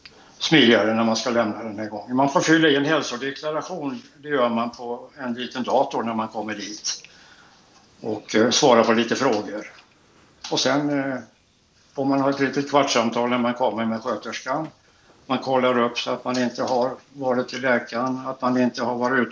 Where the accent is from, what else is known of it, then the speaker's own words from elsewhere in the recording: Gothenburg, Västra Götaland County, Sweden; Som göteborgare så heter det då surströmming.